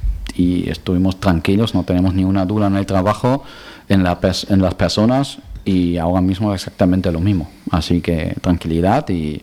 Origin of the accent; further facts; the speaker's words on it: Balearic Islands, Spain; Hay que levantarse. Somos baleares, que ya sabemos cómo es caer y levantarse.